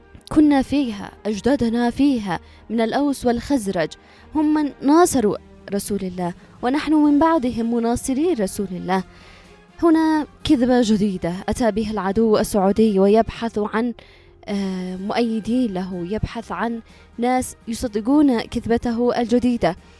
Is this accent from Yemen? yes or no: yes; Yemen; عندنا كشعب يمني كمسلمي